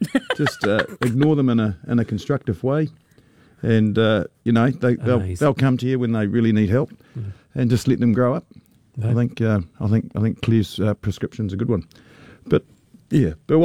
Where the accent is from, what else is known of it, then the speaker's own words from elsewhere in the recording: New Zealand; It's part of being a Kiwi, I think.